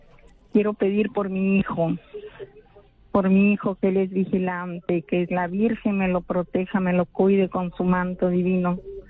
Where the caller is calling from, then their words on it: Sullana, Piura, Peru; de Sullana, estoy llamando.